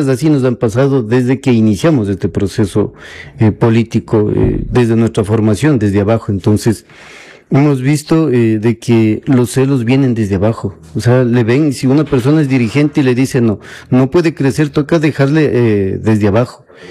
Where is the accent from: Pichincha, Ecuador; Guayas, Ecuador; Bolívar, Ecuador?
Bolívar, Ecuador; venimos de la comunidad de Pongo Urco y por hoy también pertenezco a la comunidad de Vinchoa Grande.